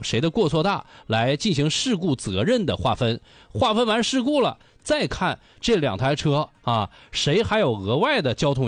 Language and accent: Chinese; China; 让我们中国人都能吃上饱饭了吗